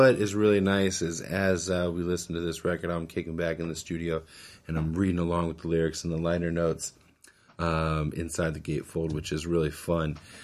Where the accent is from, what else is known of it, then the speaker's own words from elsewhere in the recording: United States; Sorry, I'm American.